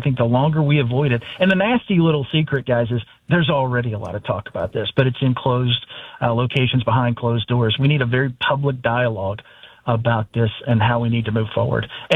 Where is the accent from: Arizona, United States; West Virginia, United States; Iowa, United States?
West Virginia, United States; I grew up in the Southern Coalfields.